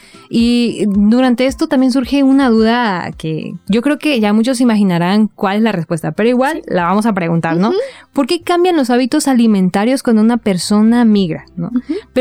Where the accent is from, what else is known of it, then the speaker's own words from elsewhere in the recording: Mexico; soy licenciada en nutrición, vengo desde México